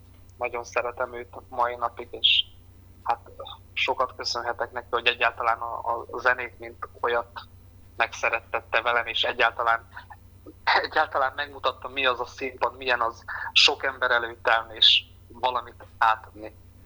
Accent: Berehove, Zakarpattia Oblast, Ukraine; Igen, hát én egy nagyon szép kis polgári városban születtem, az egykori történelmi Magyarország Bereg vármegyéhez tartozott. Beregszász városa egy nagyon nagy múltú város

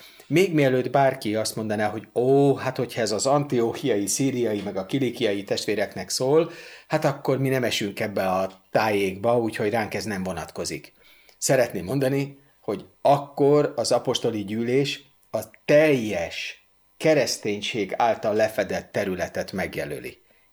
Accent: Újpest, Budapest, Hungary; Annak idején én Újpesten nevelkedtem, és volt egy csúnya mondás, ami azt jelenti, hogyha az állami áruháznál, ami Újpest centrumában volt, fékezett egy autó

